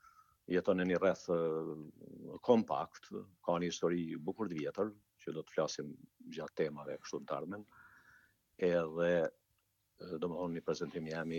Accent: Deçan, Gjakova District, Kosovo; moved away as an adult; also born or lived in Pristina; now in Zadar, Croatia; nga Komuna Deçanit

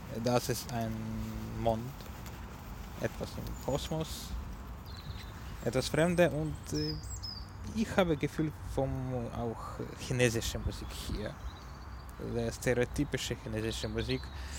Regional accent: Ukraine; first language Ukrainian; German is a second language; moved away; In meiner Sprache, in meiner Muttersprache, in der ukrainischen Sprache

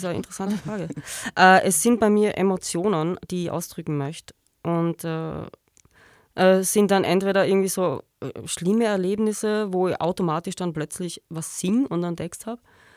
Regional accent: Bruck, Styria, Austria; moved away as an adult; also born or lived in Graz; der Bayer Sepp in Brugg. Eine Instanz, wir sind alle groß geworden bei ihm. Es war wirklich ein schönes Aufwachsen.

